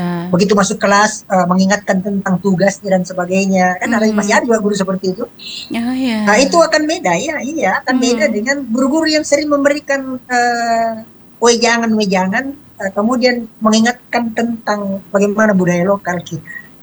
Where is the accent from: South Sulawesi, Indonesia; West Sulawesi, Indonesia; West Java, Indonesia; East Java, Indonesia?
South Sulawesi, Indonesia; dalam budaya kita orang Makassar itu seperti ini